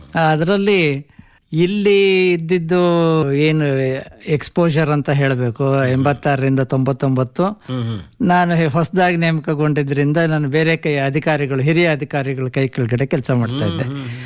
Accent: Bengaluru, Karnataka, India; ನಿಜ ಹೇಳ್ಬೇಕು ಅಂತಂದ್ರೆ ಬೆಂಗಳೂರು, ನಾನು ಆಕ್ಚುಲಿ ಬೆಂಗಳೂರಿನವನು, ಬೆಂಗಳೂರು ಡಿಸ್ಟ್ರಿಕ್ಟ್

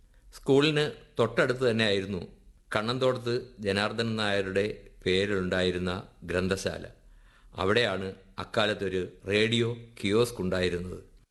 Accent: Kollam, Kerala, India; കുരീപ്പുഴ എന്ന എൻ്റെ ഗ്രാമത്തെ

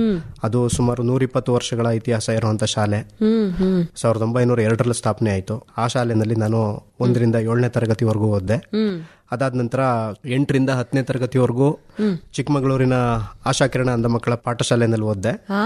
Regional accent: Kuppegala, Karnataka, India; also born or lived in Mysuru; now in Hassan, India; ನಂದು ಮೂಲತಃ ಮೈಸೂರಿನ ಕುಪ್ಪೆಗಾಲ ಅಂತ ಒಂದು ಕುಗ್ರಾಮ.

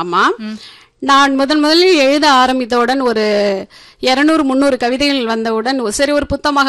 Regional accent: Valparai, Tamil Nadu, India; நான் பிறந்து வளர்ந்ததெல்லாம் வால்பாறை பக்கத்தில் இருக்கிற ஷேக்கில் முடி அப்படிங்கிற எஸ்டேட்ல தான் பிறந்து வளர்ந்தேன்.

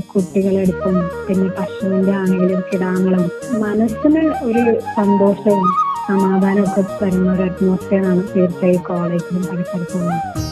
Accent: Kozhikode, Kerala, India; എന്റെ നാട് കോഴിക്കോടാണെങ്കിൽ കൂടെ അവിടെയാണെങ്കിലും ഭയങ്കര ചൂടും കാര്യങ്ങളൊക്കെയാണ്.

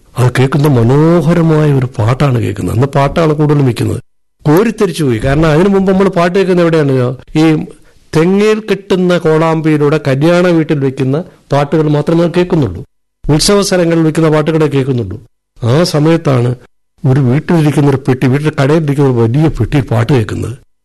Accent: Kerala, India; എന്റെ നാട്ടിലെ പുന്നമുക്കലെ കാർത്തികൻ മൊരാടി എന്ന് പറയുന്ന അദ്ദേഹത്തിന്റെ ചായക്കടയിൽ 6 വയസ്സിലാണ് ഞാൻ കാണുന്നത്.

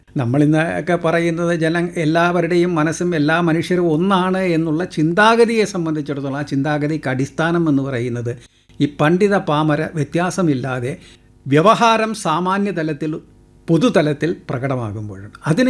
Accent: Kerala, India

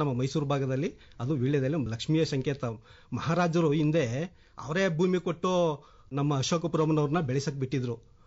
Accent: Udbur, Karnataka, India; ನಾನು ಮೂಲತಃ ಉದ್ಬೂರೇ, ಉದ್ಬೂರ ನಿವಾಸಿಯಾಗಿದ್ದೇನೆ. ನಾನು ಒಬ್ಬ ಸಮಗ್ರ ಕೃಷಿ ರೈತ

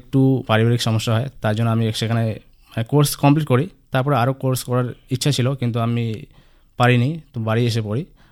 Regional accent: Maynaguri, West Bengal, India; also born or lived in Punjab; আমার বাড়ি জলপাইগুড়ি, ময়নের ব্লকে।

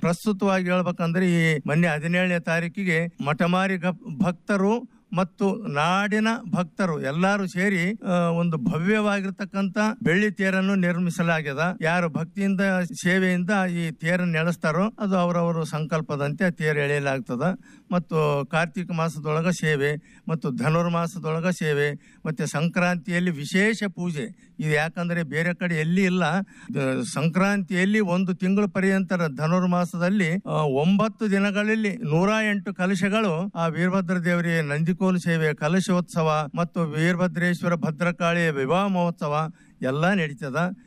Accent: Motamari, Karnataka, India

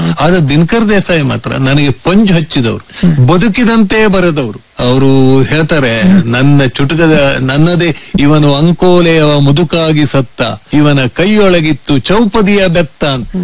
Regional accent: Honnavar, Karnataka, India; ಶರಾವತಿ ನಮ್ಮ ತಾಯಿ, ಅವಳ ಮಡಿಲಲ್ಲಿ ಅವಳ ಉಡಿಯಲ್ಲಿ ಬೆಳೆದವರು ನಾವು.

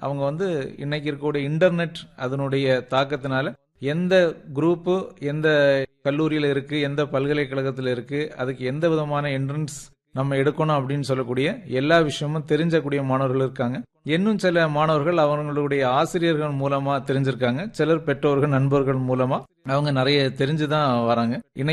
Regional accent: Thirunainarkurichi, Tamil Nadu, India; என்னுடைய சொந்த ஊர் திருநெய்னார் குறிச்சி.

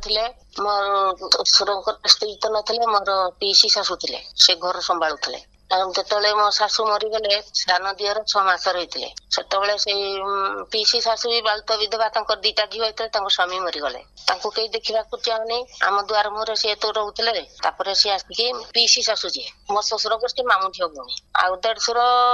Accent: Raisa, Odisha, India; ମୋର ଜନ୍ମ ହେଇଥିଲା ରାଇସାରେ, ମୁଁ ରାଇସା ଏଲ୍ପି ସ୍କୁଲରେ ପଢୁଥିଲି, ତାପରେ ମାଇନର ପଢୁଥିଲି ଆଉ।

